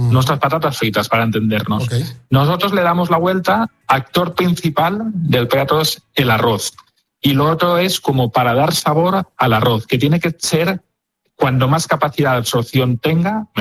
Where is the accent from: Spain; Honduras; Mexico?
Spain; Valencian Community; no está cocinado como los valencianos decimos que tiene que estar cocinado un arroz